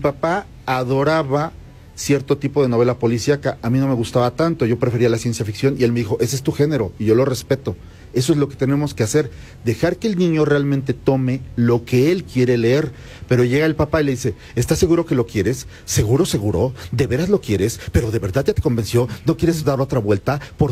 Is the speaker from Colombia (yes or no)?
no; Mexico; somos los únicos mexicanos que han sido invitados a ese festival